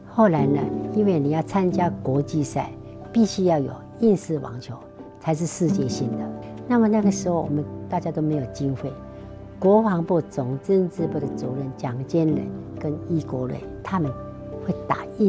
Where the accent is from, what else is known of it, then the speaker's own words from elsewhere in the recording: Miaoli County, Taiwan; 我的家乡住在苗栗客家庄。